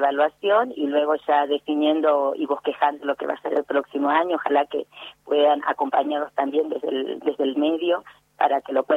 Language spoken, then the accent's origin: Spanish; Salta, Argentina; yo soy desde hace 17 años docente indígena del pueblo Tastil. En especial, hablar de mi pueblo es para mí muy significativo, este reconocimiento como mujer indígena